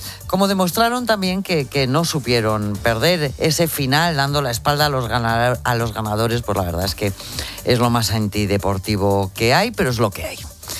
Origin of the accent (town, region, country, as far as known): Spain